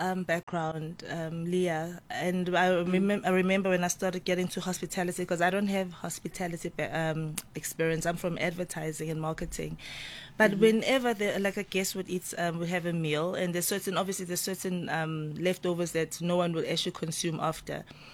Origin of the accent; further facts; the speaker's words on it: KwaZulu-Natal, South Africa; growing up in Guamash, which is a township in KZN.